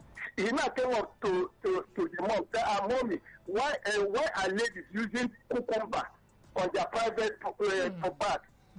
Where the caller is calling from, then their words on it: Oyede, Nigeria; calling from Oyede.